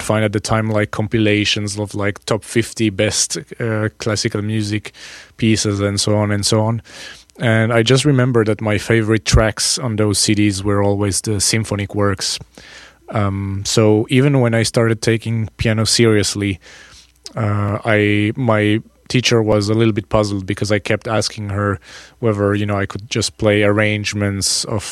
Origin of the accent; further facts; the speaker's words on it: Paris, Île-de-France, France; English is a second language; and I come from Paris, you know, so, yeah.